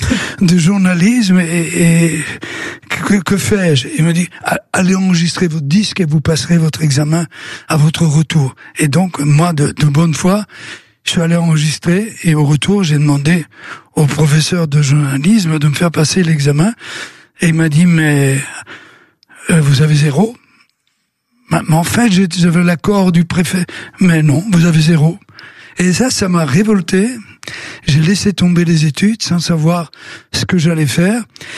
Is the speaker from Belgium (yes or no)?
yes; Belgium; chez nous en Belgique